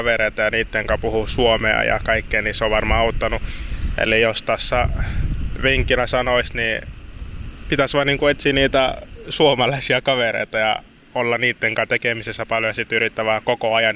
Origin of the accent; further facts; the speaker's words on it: DR Congo; first language Lingala; Finnish is a second language; No mä oon, en tiedä tiedätkö, mutta kongolainen. Niin mä puhun lingala, on niin kuin mun äidinkieli. Sitten mä puhun ranskaa, se on mun toinen kotikieli. Mutta sitten kun mä oon taas vähän niin kuin puoliksi sambialainen, niin mä puhun noin sambian kielet.